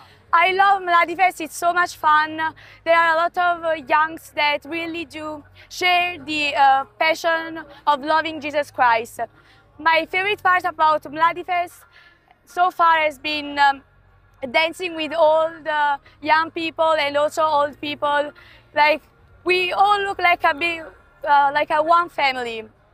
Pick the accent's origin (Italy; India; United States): Italy; English is a second language; I come from Italy.